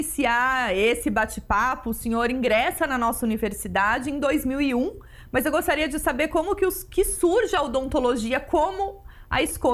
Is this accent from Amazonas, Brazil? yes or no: no; Bauru, São Paulo, Brazil; da relação familiar que se estabelece no município de Bauru, né, de onde eu sou egressa